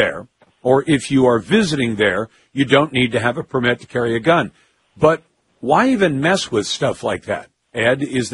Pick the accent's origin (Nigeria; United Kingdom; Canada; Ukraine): Canada; now in United States; As a Canadian immigrant and a naturalized U.S. citizen